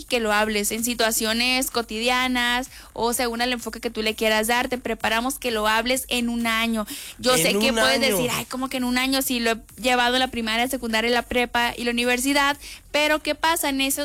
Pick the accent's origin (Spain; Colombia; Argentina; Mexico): Mexico